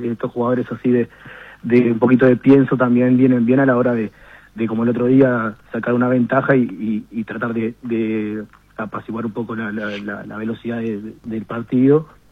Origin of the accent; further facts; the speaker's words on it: Durazno, Uruguay; yo no soy de Florida, yo soy de Durazno.